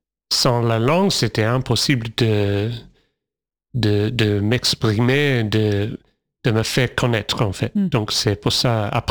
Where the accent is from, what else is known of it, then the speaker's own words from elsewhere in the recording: Melbourne, Victoria, Australia; Je viens de l'Australie.